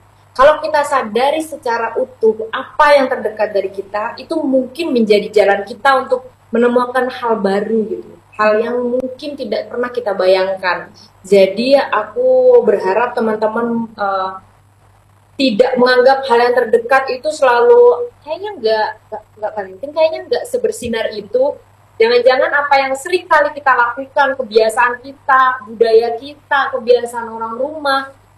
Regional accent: East Java, Indonesia; tidak hanya dari sudut pandang aku sebagai orang Madura gitu.

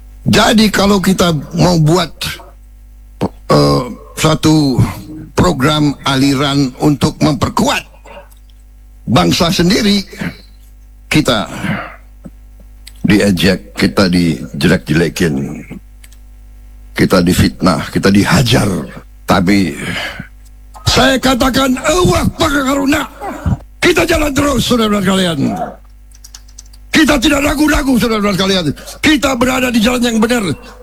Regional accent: Jakarta, Indonesia; born there; Bahasa Betawi. Memang saya lahir di Betawi. Jadi maaf kalau saya semangat, saya kata-kata Betawi keluar.

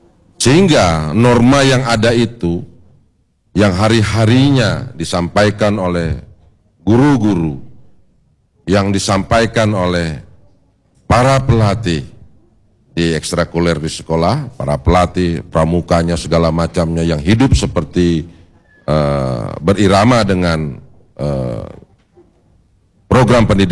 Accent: Tanjung Pinang, Riau Islands, Indonesia; moved away as an adult; also born or lived in Jakarta; lahir di Tanjung Pinang 9 Januari 67 yang lalu.

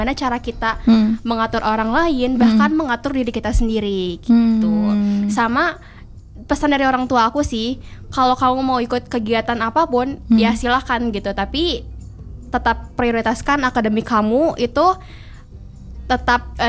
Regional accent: West Nusa Tenggara, Indonesia; moved away as an adult; now in Bandung, Indonesia; Aku asalnya NTB.

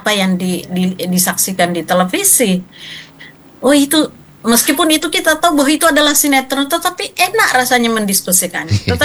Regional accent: South Sulawesi, Indonesia; Tetapi sebagai orang Bugis Makassar, kita bisa jelaskan bahwa ada prinsip-prinsip filosofi yang harus kita pegang.

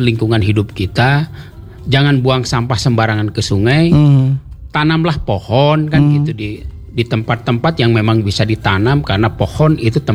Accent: Cimahi, West Java, Indonesia; moved away as an adult; ketika tahun 2010 saya pulang kampung gitu ke Cimahi

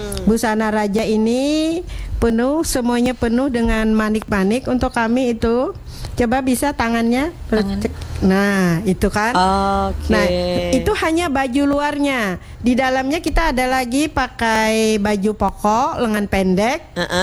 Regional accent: South Kalimantan, Indonesia; Kita dari Hulu Sungai.

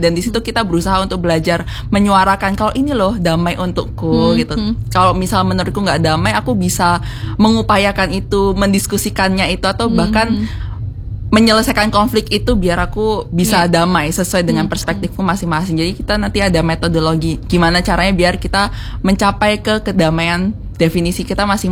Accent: Sidoarjo, East Java, Indonesia; Misalnya ada perwakilan dari Lampung, ada yang dari Jayapura, ada yang dari Pontianak, dari Jogja, dan aku sendiri dari Sidoarjo gitu.

